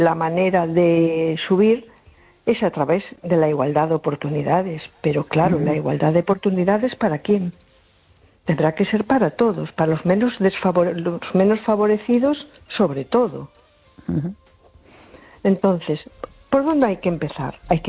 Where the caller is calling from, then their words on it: A Coruña, Galicia, Spain; de Coruña.